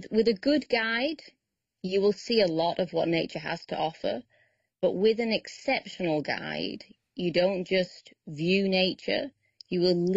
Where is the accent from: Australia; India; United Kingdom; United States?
United Kingdom; England; moved away as an adult; now in South Africa; But growing up in England, I didn't realize this was a career path I could follow. And after finishing my studies in the UK, I came out to South Africa for a little bit of conservation volunteer work